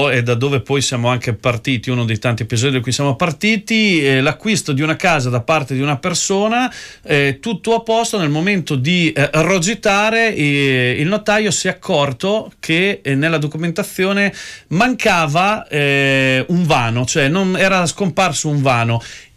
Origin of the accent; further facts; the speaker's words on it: Rimini, Emilia-Romagna, Italy; Io da riminese mi ho gonfiato il petto e ho detto ma anche da noi l'acqua quest'anno era molto bella.